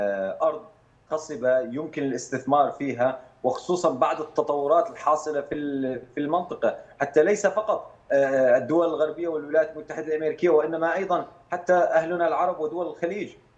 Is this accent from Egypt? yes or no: no; Syria; بالنسبه لنا كسوريين